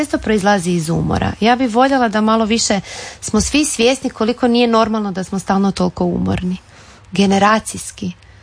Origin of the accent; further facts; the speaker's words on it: Zagreb, City of Zagreb, Croatia; Ja sam odrasla u Sesvetama, odnosno u Sesvetskom Kraljevcu, i to je bilo drugačije. To su bile široke ulice, nismo imali parkove, imali smo dvorišta.